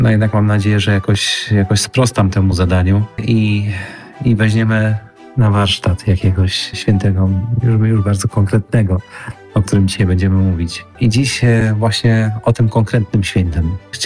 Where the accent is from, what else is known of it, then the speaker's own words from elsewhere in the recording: Wołomin, Masovian Voivodeship, Poland; Pochodzę z Wołomina, podwarszawskiego Wołomina, z parafii prowadzonej przez księży orionistów i jako dziecko właściwie nie zastanawiałem się nad tym, kim są oni, kim są orioniści, czy siostry orionistki.